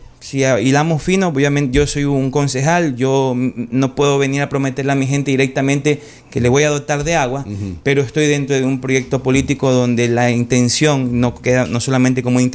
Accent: Montecristi, Manabí, Ecuador; Yo, como lo dije inicialmente, quiero comprometerme con mi gente, con mi pueblo, porque Montecristi nunca ha tenido concejales de territorio.

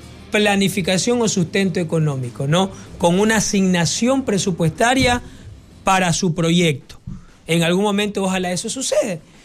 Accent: Portoviejo, Manabí, Ecuador; porque soy de acá de Puerto Viejo

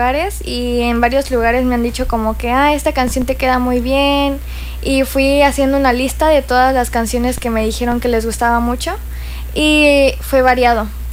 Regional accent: Cancún, Quintana Roo, Mexico; born there; Nací acá en Cancún, Quintana

